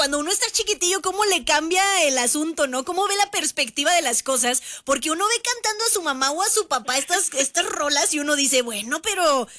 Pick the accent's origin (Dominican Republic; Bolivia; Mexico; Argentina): Mexico